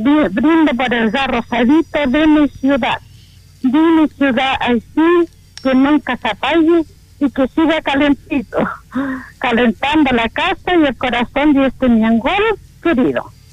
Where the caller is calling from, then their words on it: Angol, Araucanía, Chile; De la población El Bosque.